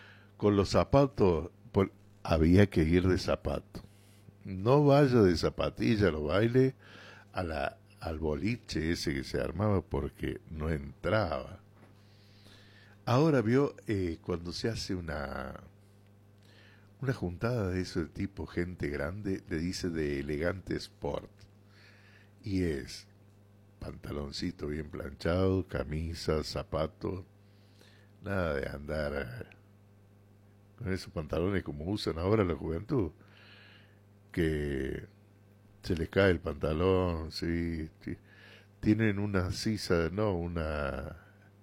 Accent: Córdoba, Argentina; Yo le hablo de Córdoba

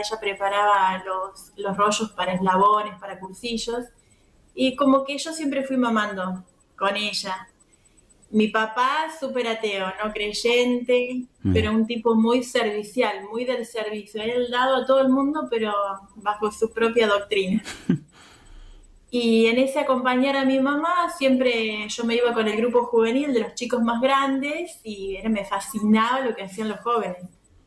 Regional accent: Alejo Ledesma, Córdoba, Argentina; Bueno, soy de un pueblito del interior de Córdoba, que se llama Alejo Ledesma.

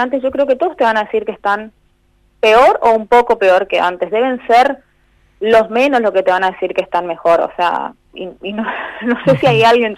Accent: Argentina

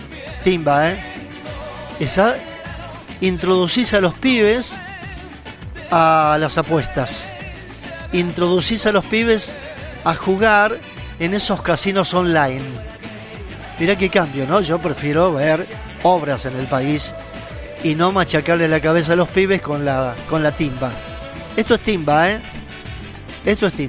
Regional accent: Argentina; Pero soy argentino. Amo mi patria y mi bandera.

